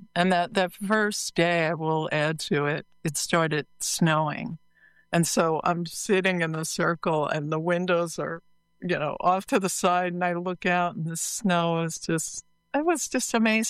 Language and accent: English; New York, United States; Okay, I'm from New York, you know